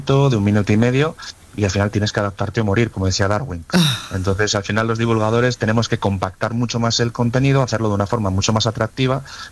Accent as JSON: {"language": "Spanish", "region": "Asturias", "country": "Spain", "said": "yo soy asturiano, ¿no? Lo confieso"}